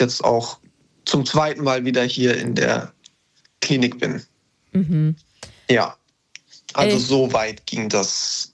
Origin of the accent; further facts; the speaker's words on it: Baden-Württemberg, Germany; Ich komme aus Baden-Württemberg.